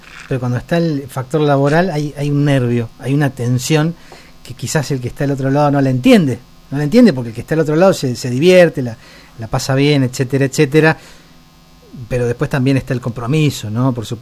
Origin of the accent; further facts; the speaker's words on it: Córdoba, Argentina; now in Bariloche, Argentina; Cuando yo me vine a Bariloche, de Córdoba, mi abuela decía eso